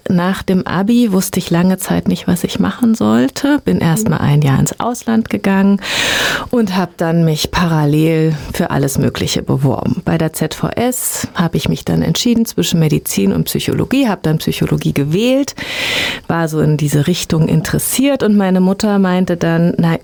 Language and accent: German; Berlin, Germany; auch schon damals als Kind in Berlin in Wohnheim. Also ich bin quasi mit Menschen mit besonderen Fähigkeiten aufgewachsen.